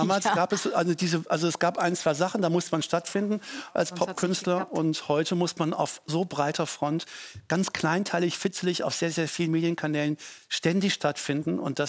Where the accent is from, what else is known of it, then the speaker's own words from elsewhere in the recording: North Rhine-Westphalia, Germany; da in Ostwestfalen, wo ich groß geworden bin, da hat dann schon die SPD hier und damals Straßen- und Kinderfeste gemacht